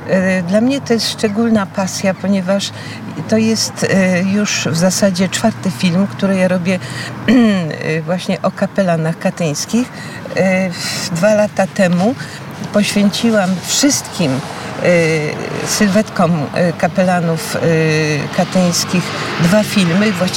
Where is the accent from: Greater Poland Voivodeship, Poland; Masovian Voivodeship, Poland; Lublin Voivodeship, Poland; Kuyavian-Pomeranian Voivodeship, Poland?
Masovian Voivodeship, Poland; moved away as an adult; also born or lived in Lesser Poland; now in Kraków, Poland; ja jestem też związana sercem z ziemią ostrołęcką, bo tam się wychowywałam do 18 roku życia